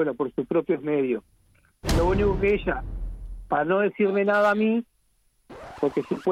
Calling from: Uruguay; somos uruguayos y nos matamos trabajando.

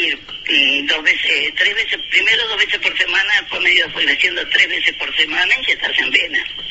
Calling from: Montevideo, Uruguay; Te hablo de Nuevo París.

